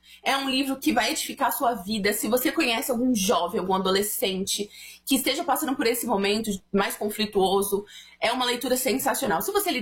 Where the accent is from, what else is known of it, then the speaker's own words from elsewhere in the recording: São Paulo, Brazil; Eu nunca fui para Curitiba, sou de São Paulo